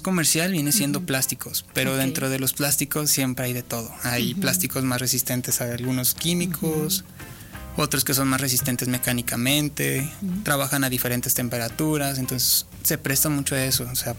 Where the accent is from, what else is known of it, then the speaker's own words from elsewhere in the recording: Zacatecas, Mexico; Yo soy de Zacatecas.